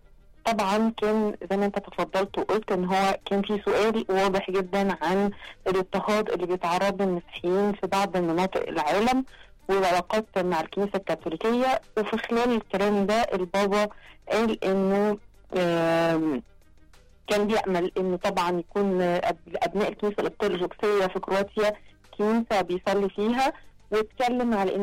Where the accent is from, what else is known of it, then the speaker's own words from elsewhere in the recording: Egypt; احنا كمصريين